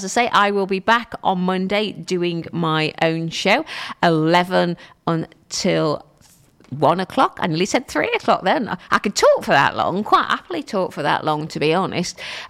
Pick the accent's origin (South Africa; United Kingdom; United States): United Kingdom; London; accent: London; now in Stoke-on-Trent, United Kingdom; see, that's my London accent when I keep saying last. My default is last instead of last. Hopefully, I think I've been down in London, back in the Stoke-on-Trent area for 9 years coming up in August.